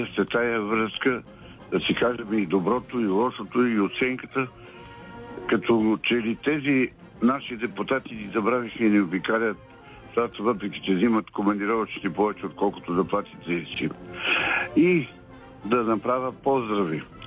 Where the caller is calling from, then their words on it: Teteven, Lovech Province, Bulgaria; съм от Тетевен.